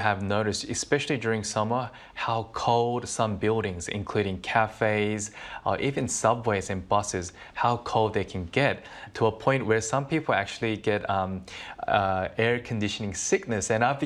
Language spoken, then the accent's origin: English; Australia; Because I'm from Australia, I can kind of like withstand the heat more than others, tolerate it.